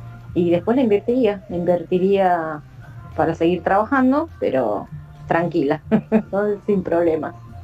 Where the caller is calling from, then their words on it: Florencio Varela, Buenos Aires Province, Argentina; Soy Latina … de Florencia Varela.